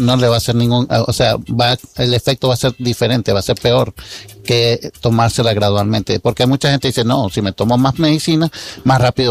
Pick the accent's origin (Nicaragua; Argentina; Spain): Nicaragua; nosotros como buenos nicaragüenses